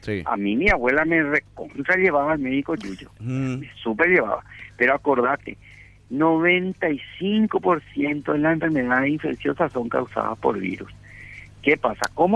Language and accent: Spanish; Paraguay; nos mantiene vivos como paraguayos